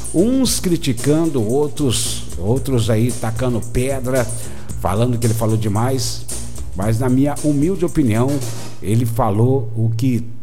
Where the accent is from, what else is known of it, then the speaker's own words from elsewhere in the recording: Brazil; Eu sou brasileiro